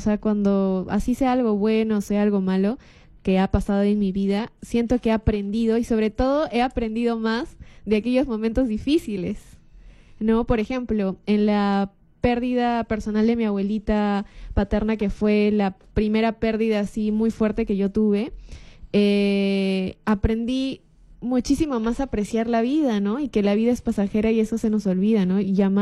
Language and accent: Spanish; Trujillo, La Libertad, Peru; moved away; Yo también soy de Trujillo.